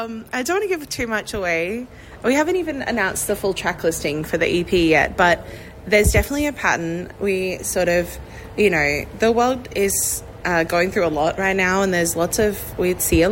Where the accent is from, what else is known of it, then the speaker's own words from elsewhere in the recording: Queensland, Australia; I grew up in North Queensland, so red dirt is my favorite.